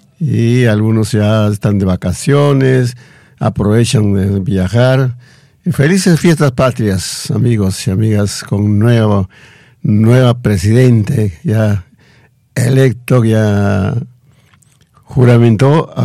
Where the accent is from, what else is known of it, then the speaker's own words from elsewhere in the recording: Sihuas province, Ancash, Peru; moved away; como siempre, primero lo nuestro, después el resto, a mi patria chica.